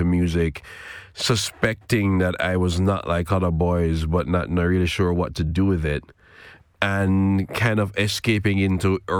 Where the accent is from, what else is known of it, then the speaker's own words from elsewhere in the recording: Portmore, Saint Catherine Parish, Jamaica; Well, I was Kingston adjacent, actually. I was in a suburb called Portmore.